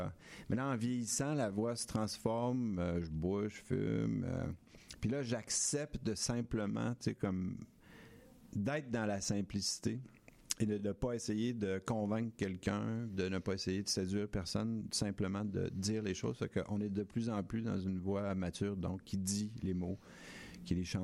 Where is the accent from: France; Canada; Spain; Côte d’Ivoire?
Canada; Gaspé, Quebec; also born or lived in Ontario; Mais moi, je suis né en Ontario, puis j'ai grandi à Gaspé.